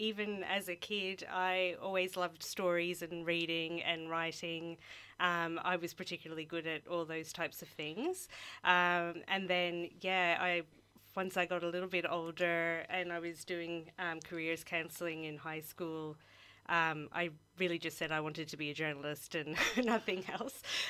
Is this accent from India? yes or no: no; Latrobe Valley, Victoria, Australia; that's really being Irish and growing up probably in a really social settings, Irish people, there was a lot of Irish community here locally in the Latrobe Valley when I was growing up.